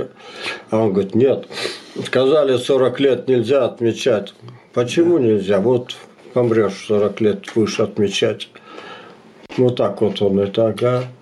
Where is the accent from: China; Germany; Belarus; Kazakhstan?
Kazakhstan; moved away as an adult; also born or lived in Krasnodar Krai; Родился я в 52-м году в Казахстане. На поселении был под комендатурой рожденный агаик, и сейчас я как репрессированный немец, да.